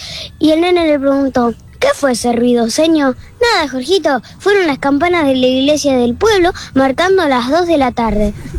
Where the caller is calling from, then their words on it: Temperley, Buenos Aires Province, Argentina; de Temperley y el Chascarrillo.